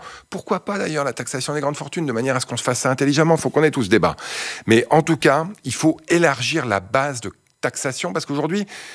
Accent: Montreuil, Île-de-France, France; Et moi, j'ai grandi à Montreuil, dans le 93, en Seine-Saint-Denis, dans un HLM.

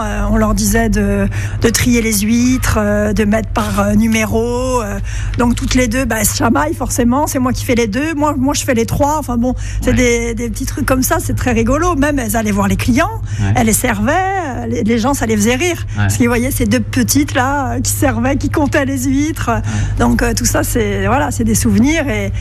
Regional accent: Brittany, France; Je suis bretonne à la base, donc ouais. forcément.

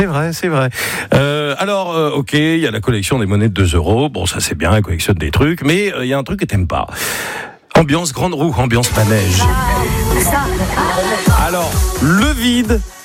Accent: Auvergne-Rhône-Alpes, France; C'est ton, je suis Auvergnat, je te rappelle.

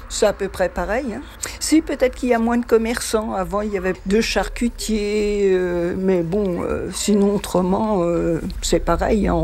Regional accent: Île-de-France, France; je suis née à Pucé. Dans cette maison, ouais, de l'impasse des Tilleuls, en 48.

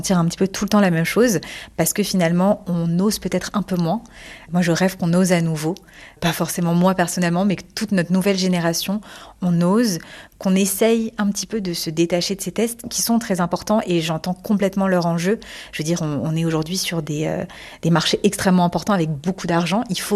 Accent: Paris, Île-de-France, France; j'ai 26 ans. Je suis née à Paris, j'ai grandi à Paris et je travaille aujourd'hui à Paris.

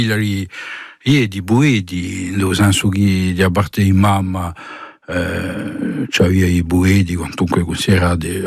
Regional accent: Ajaccio, Corsica, France; also born or lived in Paris, France; sono nato in Parigi parecchi anni fa, dopo sono giunto in Corsica in 75, ho fatto una scolarità in Ajaccio

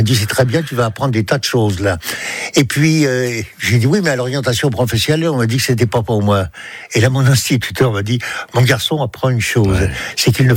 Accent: Paris, Île-de-France, France; Je suis né à Paris dans le 14e, j'ai passé mon enfance dans le 11e arrondissement.

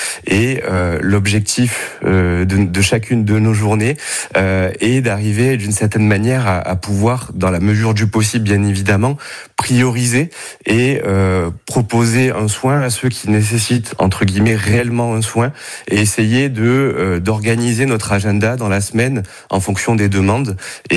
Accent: Martigues, Provence-Alpes-Côte d'Azur, France; born there; Je suis né à Martigues, je travaille sur Martigues

